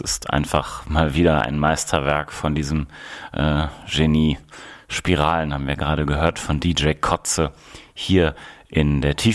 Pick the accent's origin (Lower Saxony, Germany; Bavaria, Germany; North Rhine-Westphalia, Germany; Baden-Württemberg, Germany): North Rhine-Westphalia, Germany; Wuppertal; Ich habe nämlich in einem unglaublichen Gebäude in meiner Heimatstadt, in der historischen Stadthalle Wuppertal, letztens